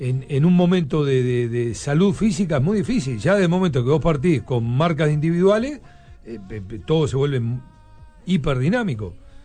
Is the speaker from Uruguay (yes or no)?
yes; Uruguay; nosotros somos uruguayos menos mal.